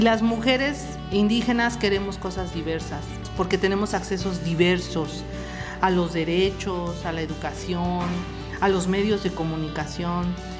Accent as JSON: {"language": "Spanish", "town": "Chontla", "region": "Veracruz", "country": "Mexico", "tie": "born or raised there", "said": "subdirectora de investigación de las lenguas indígenas, originaria de la comunidad de San Francisco, municipio de Chontla, Veracruz, una comunidad tenec enclavada en la Sierra de Otontepec, en la Huasteca Veracruzana."}